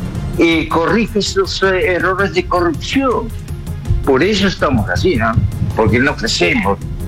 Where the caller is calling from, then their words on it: Sweden; Llamo de Suecia, señor. Suecia.